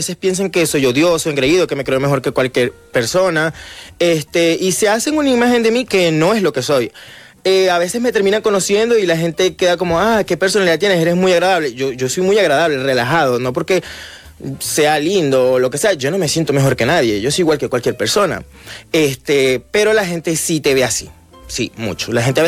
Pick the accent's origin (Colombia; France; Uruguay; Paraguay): Colombia; born or raised there; also born or lived in Venezuela; now in Barcelona, Spain